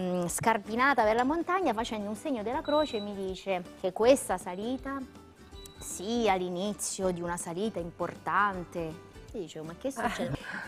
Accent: Mondovì, Piedmont, Italy; dalle mie parti, in Piemonte.

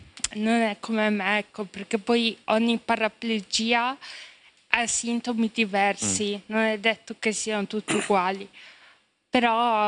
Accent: Reggio Emilia, Emilia-Romagna, Italy; ho 26 anni e vengo da Reggio Emilia.

